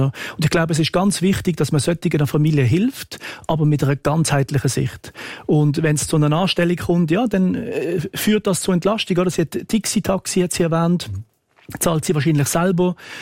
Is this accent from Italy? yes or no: no; Switzerland; Wenn wir das als Schweizer Bevölkerung